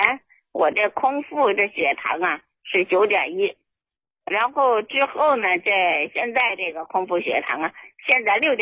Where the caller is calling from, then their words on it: Anshan, Liaoning, China; 我是鞍山的。